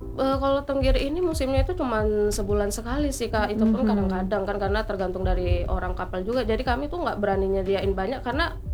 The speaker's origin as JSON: {"language": "Indonesian", "town": "Kijang", "region": "Riau Islands", "country": "Indonesia", "tie": "born or raised there", "said": "Kami asli orang Kijang tapi orang Bugis, jadi bukan orang Palembang. Kebetulan orang tua dua-dua dari Bugis kan, Sulawesi sana, jadi alhamdulillah asli Bugis"}